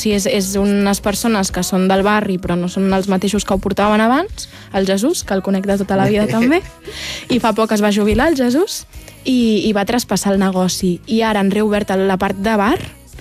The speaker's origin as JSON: {"language": "Catalan", "town": "Barcelona", "region": "Catalonia", "country": "Spain", "tie": "born or raised there", "said": "Soc del Poble Nou de tota la vida, uh-huh. Sí, sempre he sigut del Poble Nou"}